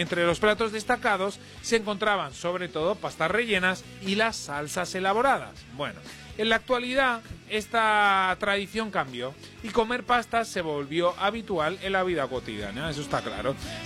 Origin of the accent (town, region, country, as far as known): Spain; now in Paraguay